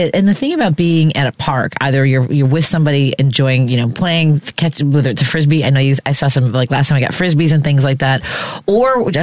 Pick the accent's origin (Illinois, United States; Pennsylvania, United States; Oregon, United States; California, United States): Illinois, United States; Chicago; I grew up in Norwood Park, which is a community on the northwest side of Chicago